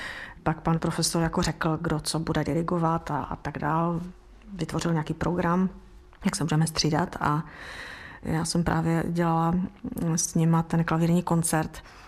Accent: Brno, South Moravian Region, Czechia; Takže já, když jsem tam nastoupila, že jsem z Brna, tak on mě tam lapnul

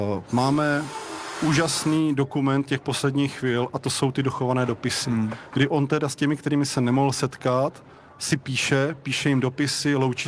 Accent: Bučovice, South Moravian Region, Czechia; Já jsem znal Václava Drbolu z hodou okolností z toho důvodu, že jsem z Bučovic a on tam 7 let působil

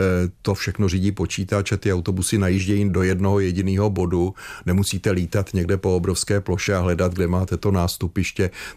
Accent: Prague, Czechia; Za mýho dětství v Praze bylo kolem stovky, dneska jich je asi 5.

